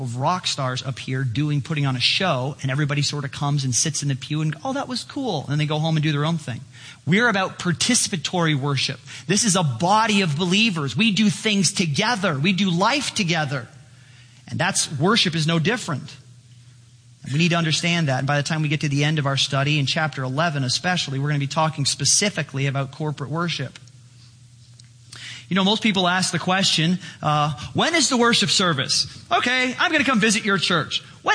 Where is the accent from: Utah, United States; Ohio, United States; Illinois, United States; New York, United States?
Illinois, United States; Chicago; born or raised there